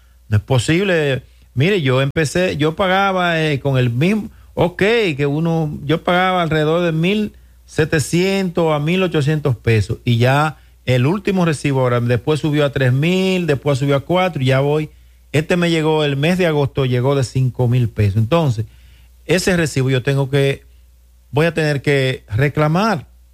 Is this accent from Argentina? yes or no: no; Dominican Republic; somos dominicanos, que somos hermanos